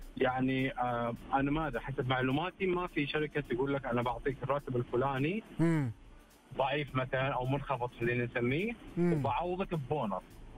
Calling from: Riyadh, Riyadh Province, Saudi Arabia; كلمك من الرياض

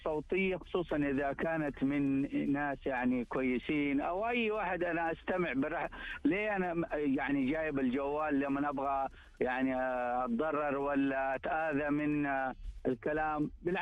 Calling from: Jeddah, Makkah Province, Saudi Arabia

